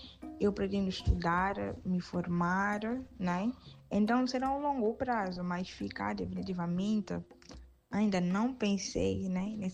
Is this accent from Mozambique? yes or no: yes; Mozambique; accent: Mozambican; moved away as an adult; now in Ceará, Brazil; sou moçambicana. Também o meu sotaque. Eu prezo muito para não perder o meu sotaque